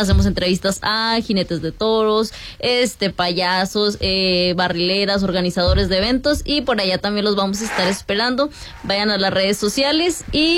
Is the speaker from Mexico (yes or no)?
yes; Mexico; porque somos mexicanos